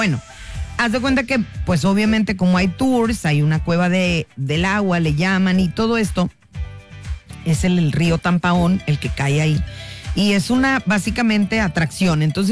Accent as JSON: {"language": "Spanish", "region": "San Luis Potosí", "country": "Mexico", "said": "hermosos en mi Huasteca hermosa potosina, de donde soy orgullosamente originaria. Ay, de San Luis para el mundo."}